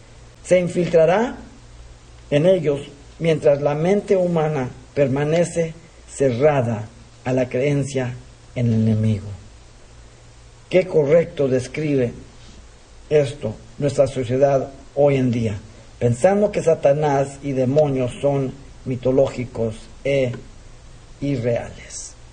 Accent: Mexico City, Mexico; born there; Yo nací en México, la capital. Yo fui creado como católico.

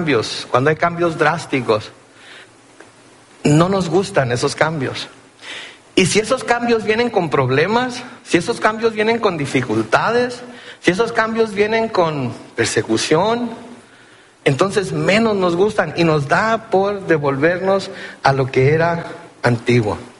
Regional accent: Compton, California, United States; Porque soy de Compton, California, ¿ok? Soy lo que llamamos MWA. ¿Saben lo que quiere decir MWA? Quiere decir Mexican with an attitude, ¿ok? Entonces, yo soy de Compton, California.

